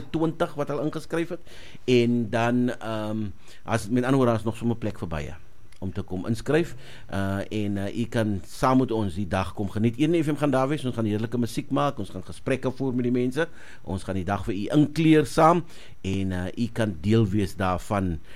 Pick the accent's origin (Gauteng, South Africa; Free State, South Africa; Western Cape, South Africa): Western Cape, South Africa; Oudtshoorn; Ek weet daar van my tuisdorp Oudtshoorn